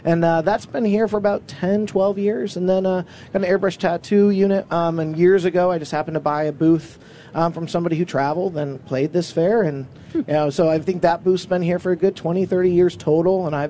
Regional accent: Groton, Vermont, United States; I'm out of Groton, Vermont.

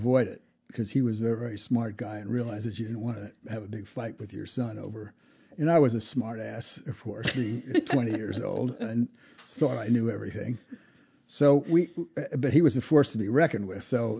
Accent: East Hampton, New York, United States; So one of the reasons I say I was brought up in East Hampton is that was our legal residence.

